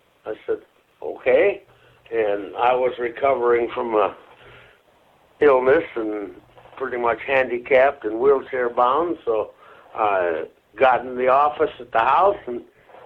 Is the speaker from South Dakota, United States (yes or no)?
no; Michigan, United States; I grew up outside of Detroit, and that used to be one of the most vibrant, dynamic cities in the country.